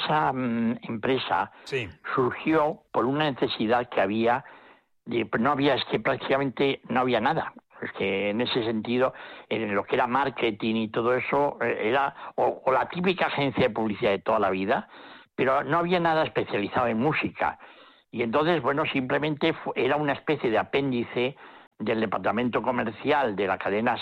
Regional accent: Vitoria, Basque Country, Spain; pues yo soy de Vitoria y hemos visto tantas cosas, he dado tantas vueltas

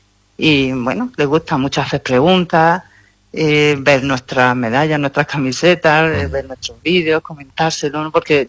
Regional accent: Bilbao, Basque Country, Spain; born there; now in Granada, Spain

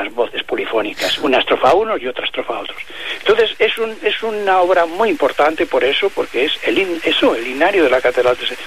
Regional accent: Palencia, Castile and León, Spain; Fuera de 3 años que estuve en Palencia, por eso soy de Palencia, todo el resto de mi vida ha estado aquí, estudiando y aquí.

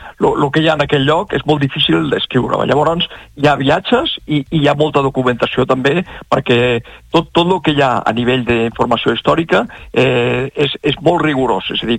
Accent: Barcelona, Catalonia, Spain; born there

